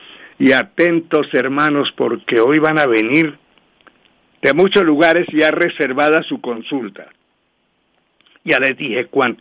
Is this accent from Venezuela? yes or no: no; Colombia; Como yo les dije a ustedes que íbamos a dar el botico temprano, por como buen colombiano